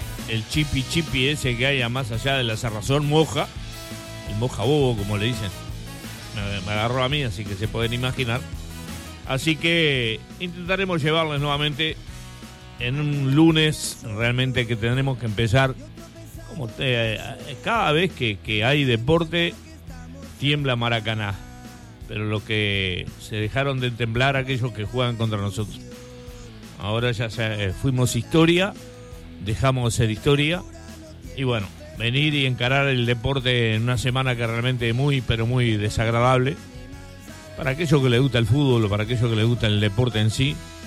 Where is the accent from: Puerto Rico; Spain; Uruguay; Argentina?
Uruguay; Somos uruguayos